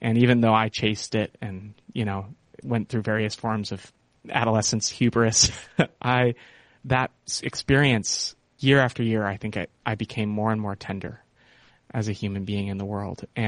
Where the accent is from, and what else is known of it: California, United States; born or raised there